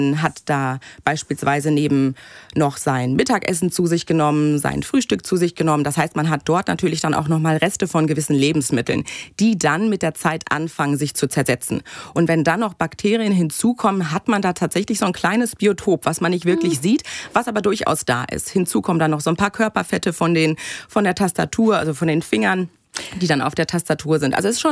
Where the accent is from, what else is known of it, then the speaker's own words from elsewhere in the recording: Bochum, North Rhine-Westphalia, Germany; born there; Ich komme gebürtig aus Bochum, richtig.